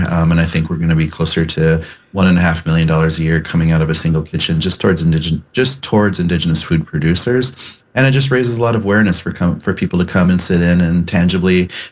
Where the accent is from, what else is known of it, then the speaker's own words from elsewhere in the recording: Pine Ridge Reservation, South Dakota, United States; if you looked up statistics on a reservation like mine, where I grew up on South Dakota in Pine Ridge Reservation